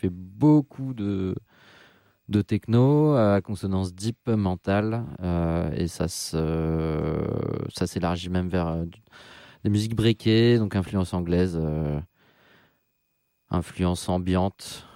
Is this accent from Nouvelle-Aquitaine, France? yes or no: no; Nantes, Pays de la Loire, France; Non, je viens de région nantaise. Enfin, j'ai grandi à Nantes